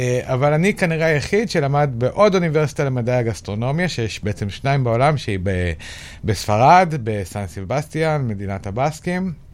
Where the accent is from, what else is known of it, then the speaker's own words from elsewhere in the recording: Jerusalem, Jerusalem District, Israel; moved away; נולדתי וגדלתי בירושלים, רק אחר כך עברנו לערים שמחוץ לירושלים.